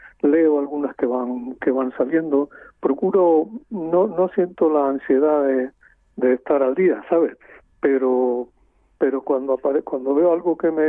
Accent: Spain; moved away; also born or lived in New York; soy bastante más español de lo que pensaba y bastante más europeo

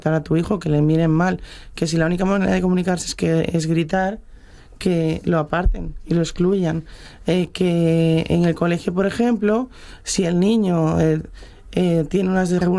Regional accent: Navia, Asturias, Spain; Yo vengo de Navia.

